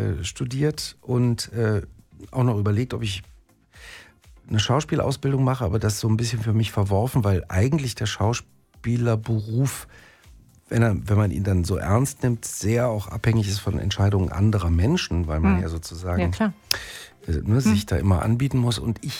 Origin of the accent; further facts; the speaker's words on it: Neuss, North Rhine-Westphalia, Germany; also born or lived in Düsseldorf; ich bin genau Düsseldorf geboren, in Neuss groß geworden.